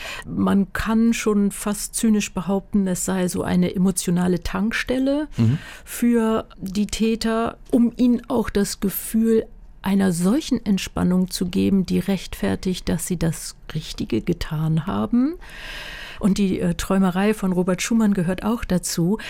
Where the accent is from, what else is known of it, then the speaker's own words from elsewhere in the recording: Northern Germany, Germany; ich komme aus Norddeutschland. Wir sprechen dort ganz anderen Dialekt.